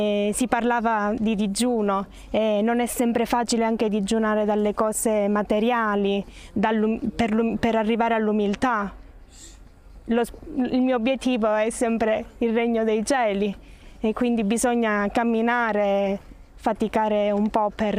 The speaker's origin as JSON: {"language": "Italian", "region": "Calabria", "country": "Italy", "said": "vengo dalla Calabria."}